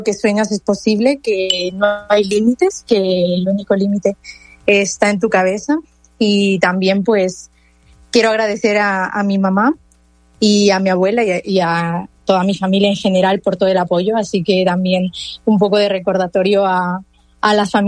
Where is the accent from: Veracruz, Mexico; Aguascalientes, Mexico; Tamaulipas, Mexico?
Veracruz, Mexico; now in Madrid, Spain; soy de Veracruz, actualmente vivo en Madrid, estoy estudiando la carrera de diseño de moda